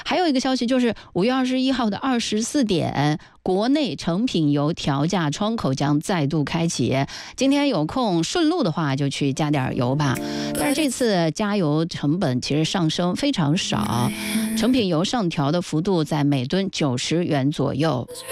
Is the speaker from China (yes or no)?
yes; Zhejiang, China; 我们浙江人